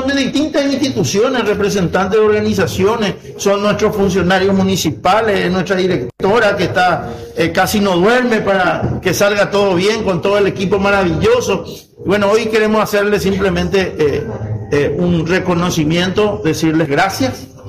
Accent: Paraguay; pero nosotros somos del Paraguay, ya no somos solamente una referencia del sur, porque somos una referencia del Paraguay

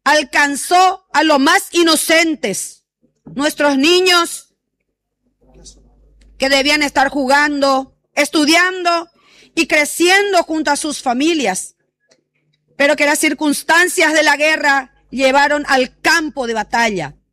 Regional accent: Cordillera, Paraguay; Como paraguaya y como cordillerana

